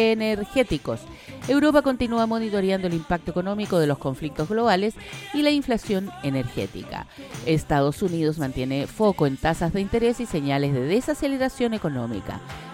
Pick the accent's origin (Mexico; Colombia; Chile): Chile